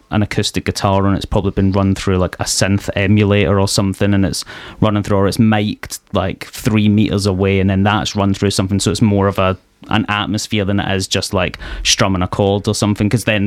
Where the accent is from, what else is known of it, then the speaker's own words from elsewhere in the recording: Glasgow, Scotland, United Kingdom; moved away as an adult; I've lived here 11 years. This is as soft as it's getting. Yeah, I'm from Glasgow originally, but I'm a full Kent adoptee.